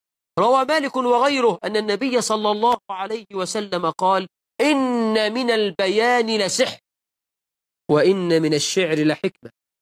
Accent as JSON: {"language": "Arabic", "country": "Egypt", "said": "أنا كمصري"}